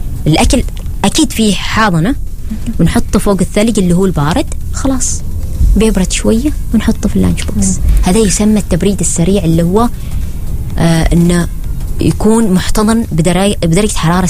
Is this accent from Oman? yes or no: yes; Oman; حتى اللي يعيبني في بعض من المدارس هنا عندنا في عمان